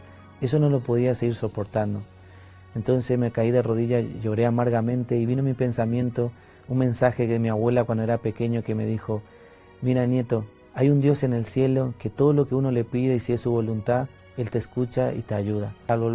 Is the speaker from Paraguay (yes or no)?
yes; Paraguay; soy paraguayo, provengo de una familia de 4 hermanos.